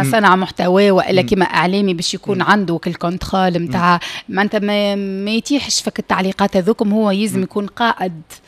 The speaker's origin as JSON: {"language": "Arabic", "country": "Tunisia"}